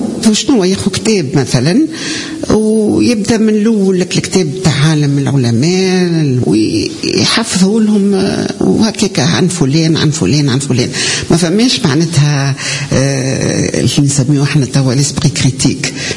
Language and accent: Arabic; Tunisia; نوع من الحجارة الموجود عندنا في تونس